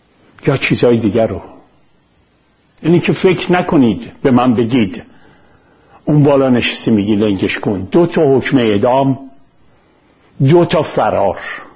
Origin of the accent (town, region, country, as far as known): Iran; moved away; also born or lived in Kensington, London